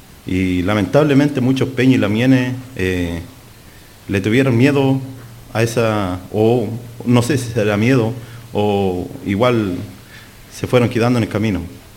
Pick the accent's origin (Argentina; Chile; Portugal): Chile; Araucanía; no solamente yo vengo de Malleco, no solamente en Malleco